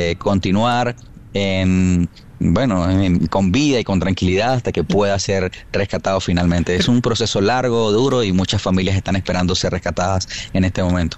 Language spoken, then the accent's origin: Spanish; Venezuela; now in Caracas, Venezuela